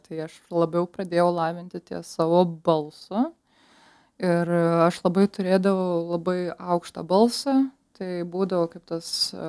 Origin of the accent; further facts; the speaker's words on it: Marijampolė, Marijampolė County, Lithuania; Iš pačios Marijampolės, tikra suvalkietė.